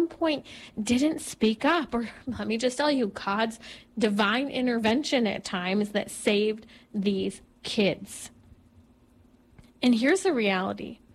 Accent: California, United States; I chose three states, my home state of California, Florida, and then Georgia, as three states to just look at how many children are missing in those states.

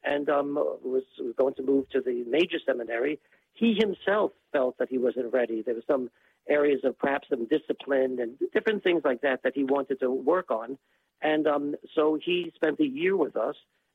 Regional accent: Brooklyn, New York, United States; because I'm a city slicker. I'm from Brooklyn, so you know, how do you know when when the sheep are pregnant?

